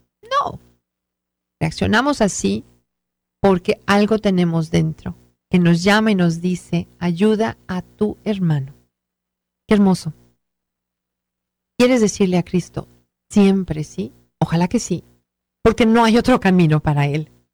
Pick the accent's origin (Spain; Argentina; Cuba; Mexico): Mexico; Nosotros los mexicanos nos unimos como mexicanos y como personas.